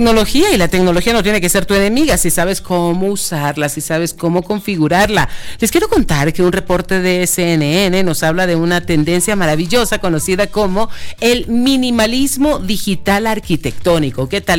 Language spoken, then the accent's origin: Spanish; Panama; Panamá, mi tierra Panamá